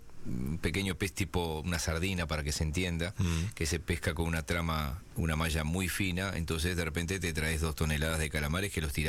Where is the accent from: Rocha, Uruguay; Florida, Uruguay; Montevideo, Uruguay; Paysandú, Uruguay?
Rocha, Uruguay; moved away; de niño y adolescente, en Rocha, a 28 kilómetros de La Paloma